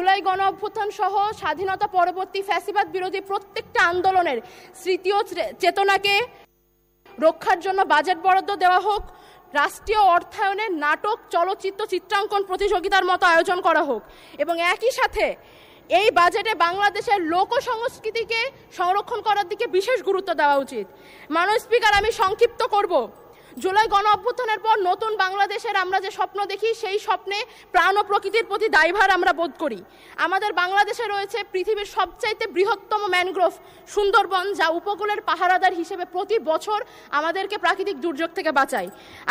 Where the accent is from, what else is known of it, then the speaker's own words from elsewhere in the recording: Daulatpur, Khulna Division, Bangladesh; আমি সীমান্তবর্তী এলাকায় জন্মগ্রহণ করেছি। মাননীয় স্পিকার, আমি কুষ্টিয়া জেলার দৌলতপুর উপজেলার মেয়ে।